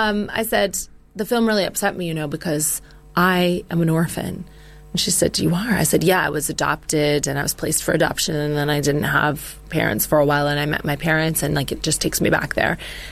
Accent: Sarnia, Ontario, Canada; I'm from Sarnia, which is very close to Detroit.

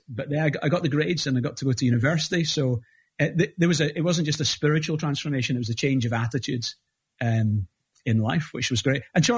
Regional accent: Glasgow, Scotland, United Kingdom; now in Edinburgh, United Kingdom; So I'm in Edinburgh. I'm in my office here in Edinburgh.

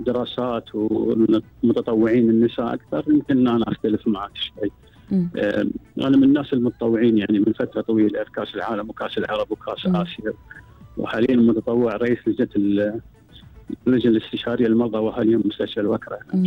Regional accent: Qatar; عندنا في قطر

